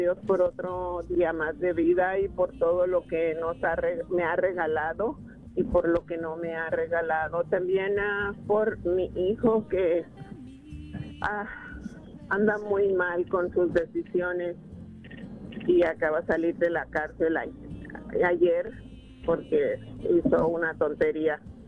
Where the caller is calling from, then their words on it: Denver, Colorado, United States; de Denver, Colorado